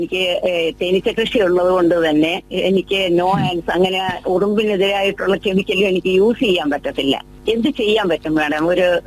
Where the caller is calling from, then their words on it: Ulloor, Kerala, India; ഉള്ളൂരിൽ നിന്നാണ് സംസാരിക്കുന്നത്.